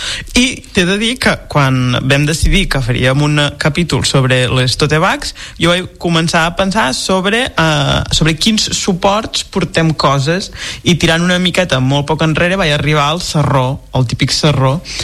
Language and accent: Catalan; Blancafort, Catalonia, Spain; quan ve mercat a Blancafort, al meu poble, jo el faig servir.